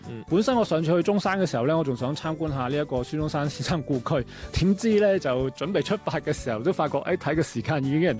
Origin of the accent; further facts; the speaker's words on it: Guangzhou, Guangdong, China; 即係包括我哋廣州人點解成日話珠江係海皮咧，珠江邊係海皮咧